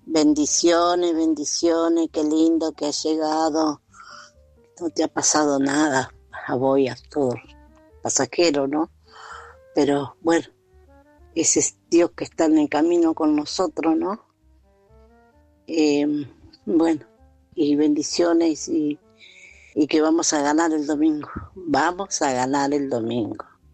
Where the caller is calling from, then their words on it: Pergamino, Buenos Aires Province, Argentina; Yo soy de Pergamino, vivo en Pergamino, pero en este momento estoy en la casa de mi hijo en San Martín, en Buenos Aires, así que lo miro acá.